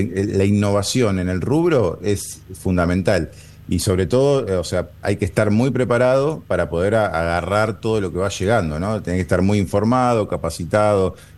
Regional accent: Rosario, Santa Fe, Argentina; moved away; also born or lived in Buenos Aires; yo soy de Rosario y tuve que irme a vivir a Buenos Aires para poder estudiar.

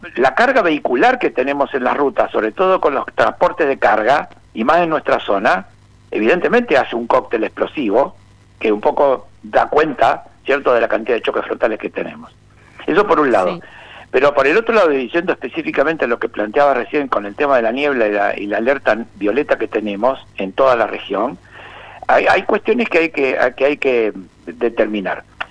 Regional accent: Argentina; en Argentina, yo hablo de Argentina

